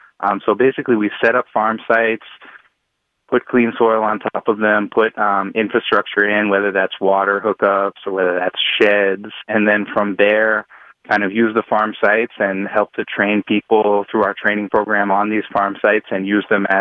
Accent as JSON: {"language": "English", "town": "Dorchester", "region": "Massachusetts", "country": "United States", "tie": "born or raised there"}